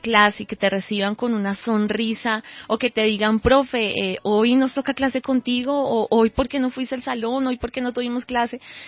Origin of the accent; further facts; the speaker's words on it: Bogotá, Colombia; a pesar de que soy cachaca, quizás a los cachacos no a todos se les da lo del movimiento